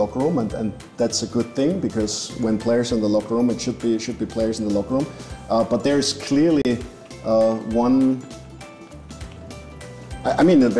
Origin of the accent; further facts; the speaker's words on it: Austria; The thing is, for me, I grew up in Austria. Austria is very close to Italy, and pasta for me is what noodles should be like.